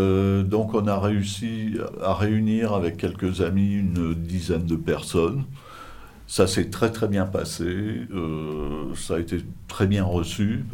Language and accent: French; Clermont-l'Hérault, Occitanie, France; je suis de Clermont, mais je ne pratique pas à Clermont.